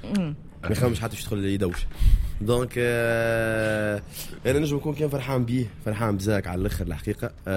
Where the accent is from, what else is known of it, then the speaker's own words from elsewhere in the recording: Tunisia; المتفدليك نتاعنا التونسي